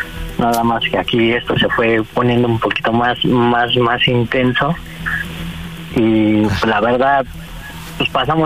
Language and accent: Spanish; Nueva Zacualco, Mexico; Mira, tengo 35 años y soy de la Nueva Zacualco.